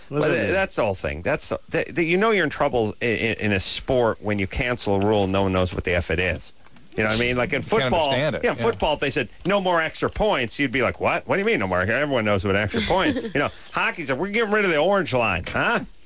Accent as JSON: {"language": "English", "town": "Los Angeles", "region": "California", "country": "United States", "said": "No, I'm from North Hollywood."}